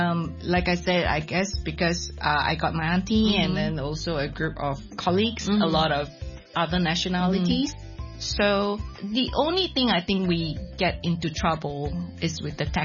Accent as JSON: {"language": "English", "region": "Penang", "country": "Malaysia", "moved": "as an adult", "lives_now": "Hong Kong", "said": "I'm from Penang. So it's up on the north side. Just about 3 hours away from KL if you drive."}